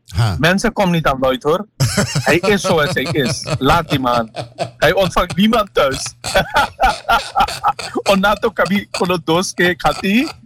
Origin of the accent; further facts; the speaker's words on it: Suriname; Nee, maar luister, ik ben in Suriname opgegroeid.